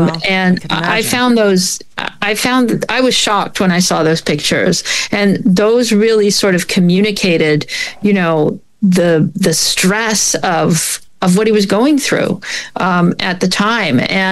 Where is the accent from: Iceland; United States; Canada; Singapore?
Canada; I'm from Canada. It was not something I grew up with.